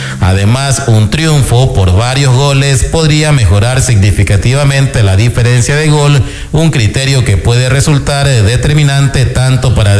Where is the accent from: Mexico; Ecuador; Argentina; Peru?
Ecuador; Hasta mientras esté participando la selección ecuatoriana de fútbol, ahí como buenos ecuatorianos toca estar ahí alentando, apoyando.